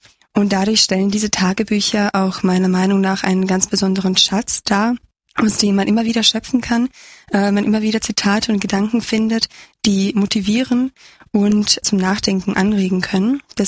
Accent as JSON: {"language": "German", "country": "Croatia", "said": "gesprochenen jungen Mann aus meiner Heimat Kroatien vorstellen zu dürfen."}